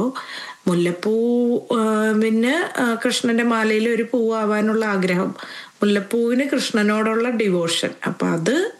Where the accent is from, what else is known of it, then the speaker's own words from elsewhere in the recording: Kerala, India; moved away as an adult; now in Melbourne, Australia; ഞാനൊക്കെ നാട്ടിൽ നിന്ന് പോരുന്നതിന് മുമ്പുള്ള ഓണം എന്ന് പറയണത് നല്ല രസമായിരുന്നു